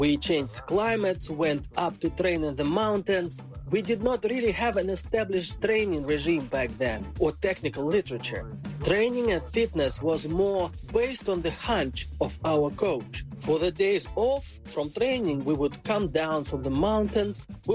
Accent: Belarus; If you look at Belarus, I am from Belarus myself, they are warm and good-tempered.

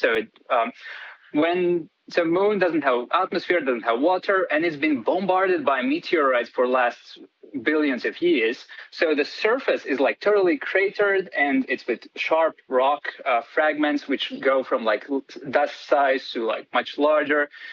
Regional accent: Latvia; English is a second language; moved away as an adult; I'm originally from Latvia. I'm doing my PhD here, and I live here for the last 3 years, and I love your beautiful country.

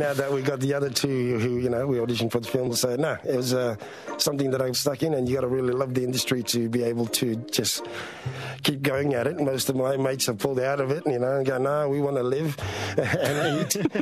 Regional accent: Nauru; And I said, you probably haven't heard of it. I'm from Nauru.

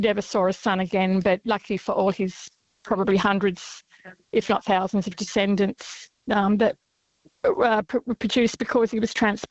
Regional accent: Hobart, Tasmania, Australia; I'm from Hobart, Tasmania. I'm not Irish. … I've got a lot of Irish heritage

